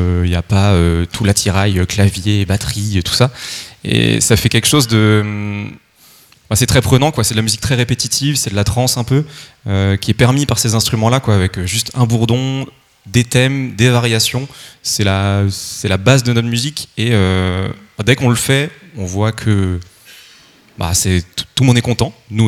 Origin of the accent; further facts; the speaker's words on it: Brittany, France; Un peu moins depuis que je suis tout petit, vu que je suis du Finistère.